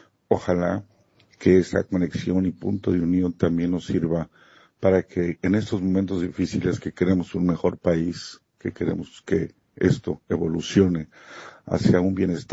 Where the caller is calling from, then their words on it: Tuxtla Gutiérrez, Chiapas, Mexico; de Tuxtla Gutiérrez, Chiapas.